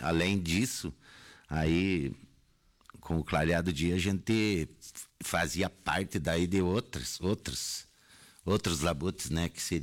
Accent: Chapecó, Santa Catarina, Brazil; born there; now in Rio Grande do Sul, Brazil; eu nasci no vizinho estado de Santa Catarina, em Chapecó.

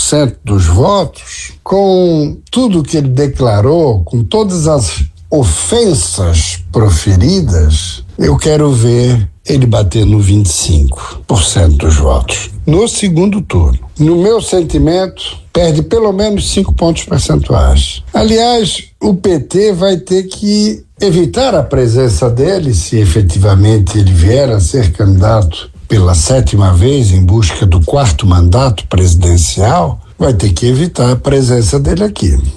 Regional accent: Santa Catarina, Brazil

